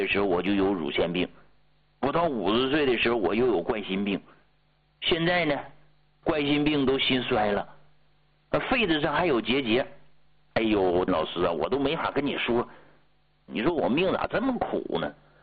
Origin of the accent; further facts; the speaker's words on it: Hegang, Heilongjiang, China; born there; 我到啥时候我都知道我是从农村出来的，对不？农村老家，我的出生地就是黑龙江鹤岗市